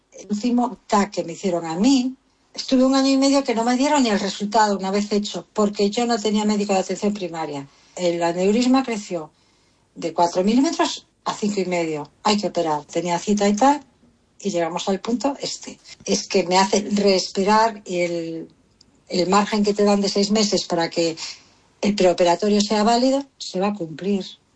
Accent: Vigo, Galicia, Spain; Soy de Vigo, estoy en esta espera para operar

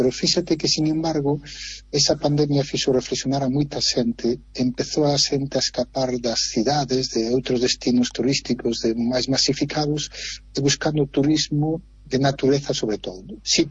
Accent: Galicia, Spain; A partir de aí empezou unha nova trayectoria profesional sempre da miña terra

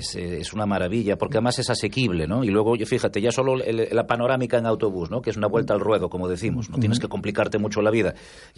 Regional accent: A Coruña, Galicia, Spain; somos una ciudad maravillosa

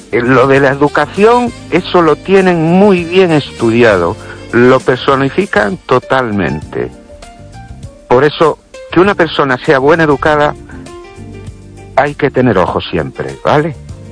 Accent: Ourense, Galicia, Spain

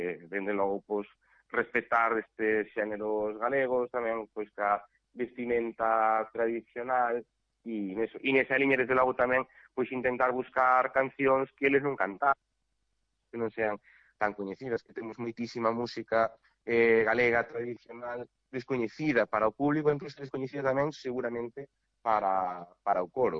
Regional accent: Carballo, Galicia, Spain; eu son daqui de, pues son de Carballo, e por iso además tamén fai moitísima ilusión dirixir … aquí en Carballo temos unha tradición moi grande de música tradicional galega

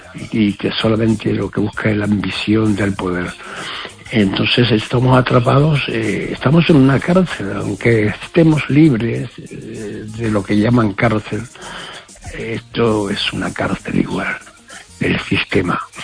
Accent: Spain; bueno, llegué aquí, soy español, pero resulta de que la situación por a finales de los años 80

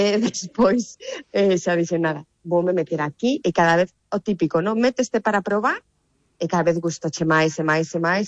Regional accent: Ponteareas, Galicia, Spain; eu, bueno, son da aldea de toda a vida, non? Son de Ponteareas, dunha aldea de Ponteareas, e sí. Sempre, na miña casa sempre houve animais

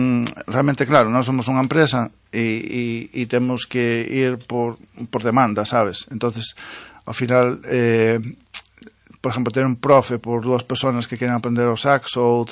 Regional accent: Couto, Galicia, Spain; porque, bueno, son do Couto, para que non o sepa, e na asociación do Couto, pues, sempre houve, bueno, clases de tradi. E eu nacín con eso, cando tiña 6, 7 anos xa empecé a tocar.

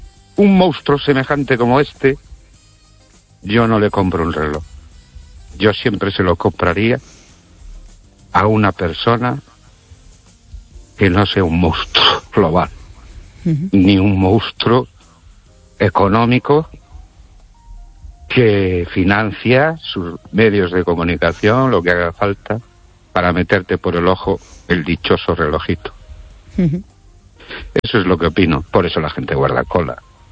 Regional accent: Ourense, Galicia, Spain; de Orense, buenas noches, querido oyente.

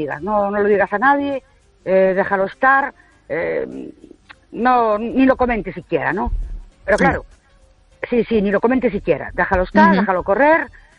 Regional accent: Ourense, Galicia, Spain

